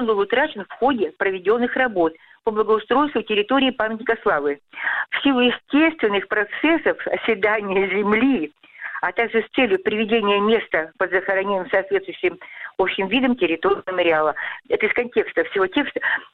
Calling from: Voronezh, Voronezh Oblast, Russia

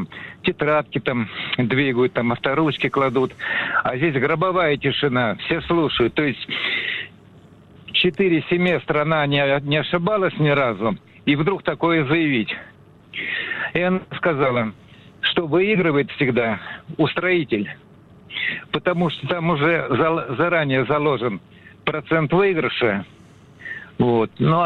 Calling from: Moscow, Russia; Я из Москвы, всем привет.

